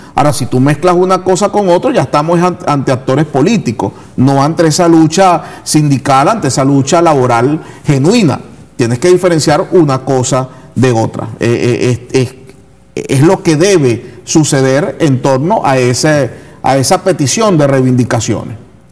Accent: Venezuela; yo me uno a ese dolor de esa madre como venezolano

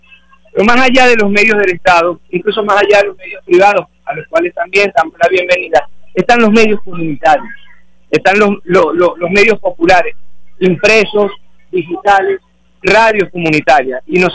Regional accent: Venezuela; nos preguntamos quiénes somos nosotros, los venezolanos.

